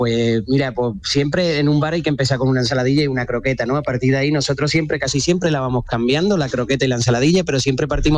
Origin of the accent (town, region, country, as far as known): Alcalá de Guadaíra, Andalusia, Spain